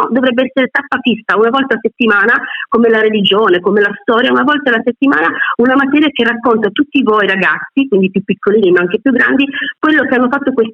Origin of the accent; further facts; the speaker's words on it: Sicily, Italy; io ti dico, da siciliana, ho proprio visto con i miei occhi il coraggio dei giovani